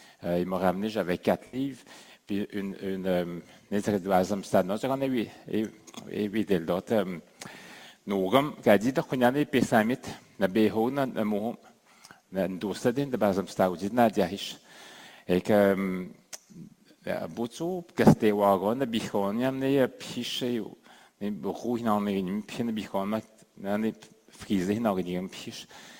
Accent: Pessamit, Quebec, Canada; quand il m'a ramené chez nous à Pessamit

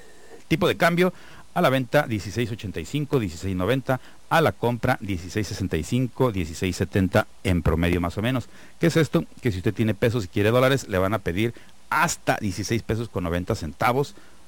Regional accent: Tijuana, Baja California, Mexico; los que somos de Tijuana

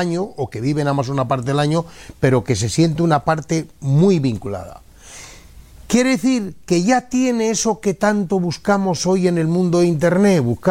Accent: Otero de Bodas, Castile and León, Spain; en mi pueblo, que es Sotero de Bodas

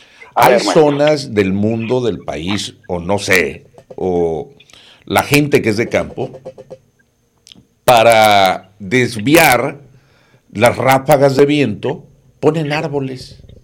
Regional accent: Nayarit, Mexico; Sí, soy del estado de Nayarit, pero en la parte de la costa, ¿sí?

